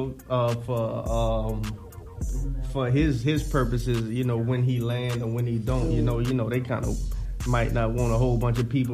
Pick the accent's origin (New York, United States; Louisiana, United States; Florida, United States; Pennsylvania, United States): Florida, United States; You know, I'm from Florida, so it's cold to me already, you know?